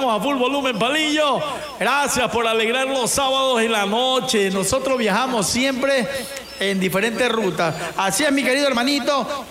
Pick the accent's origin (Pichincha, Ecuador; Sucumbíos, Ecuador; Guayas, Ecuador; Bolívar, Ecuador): Guayas, Ecuador; El Empalme; toda la gente del Cantón El Empalme, mi pueblito natal.